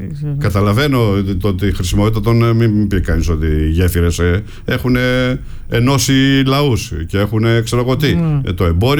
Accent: Ptolemaida, Western Macedonia, Greece; Χαιρετισμού στην πατρίδα μου την Πτολεμαϊδα.

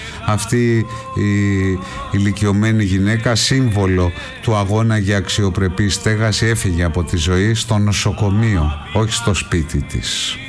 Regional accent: Greece; Εγώ είμαι περήφανος που είμαι Έλληνας, αγαπώ αυτόν τον τόπο

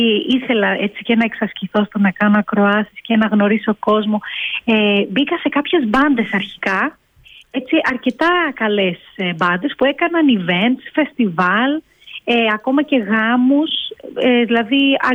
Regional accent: Crete, Greece; Γιατί επειδή μεγάλωσα και στην Κρήτη δεν έτυχε να το δω κάπου.

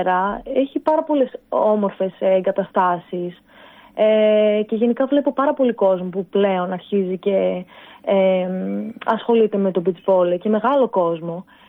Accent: Thessaloniki, Central Macedonia, Greece; εγώ που είμαι από τη Θεσσαλονίκη

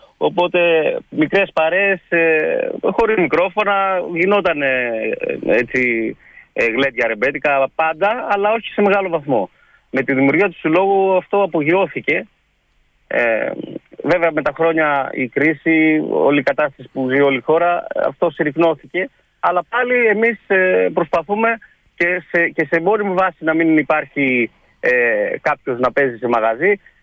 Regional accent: Tzoumerka, Epirus, Greece; Υπήρχε ένας πυρήνας ανθρώπων που καταγόμαστε από τα πράγματα, από τα Τζουμέρκα, και στο χωριό μου

